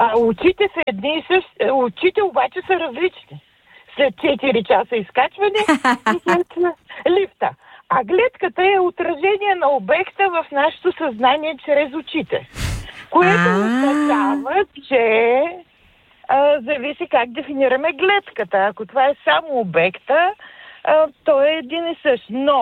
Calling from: Radomir, Pernik Province, Bulgaria; от Радомир.

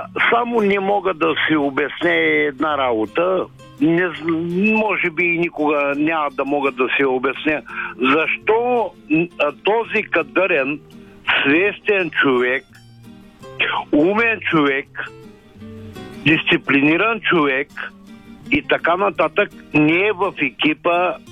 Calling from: Ruse Province, Bulgaria; съм от Русенско

